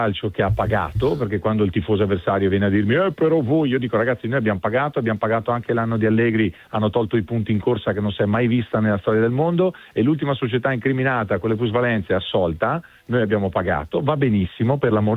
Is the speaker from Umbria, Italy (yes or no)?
no; Treviso, Veneto, Italy; Io trevigiano